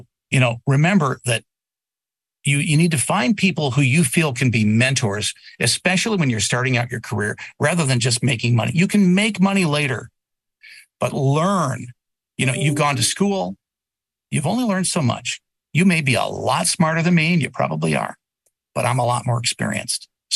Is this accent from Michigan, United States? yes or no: yes; Muskegon, Michigan, United States; I grew up in Muskegon.